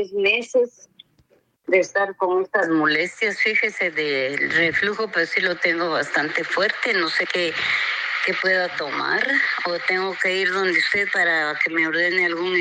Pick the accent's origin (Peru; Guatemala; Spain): Guatemala; Huehuetenango; De aquí, de Huehue.